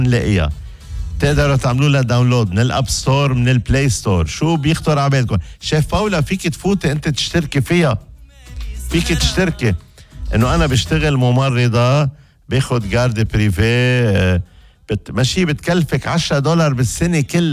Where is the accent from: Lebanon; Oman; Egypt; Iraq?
Lebanon; انا لبناني لبناني